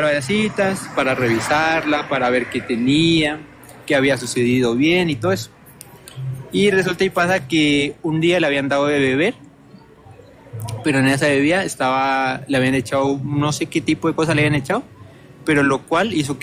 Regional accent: Valle del Cauca, Colombia; now in Calera, Colombia; Me comunico desde Calera, Cundinamarca, pero soy del Cauca, bueno, Valle del Cauca.

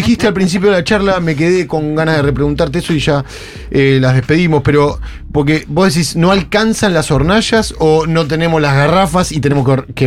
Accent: Sarandí, Buenos Aires Province, Argentina; Y yo soy de Sarandí.

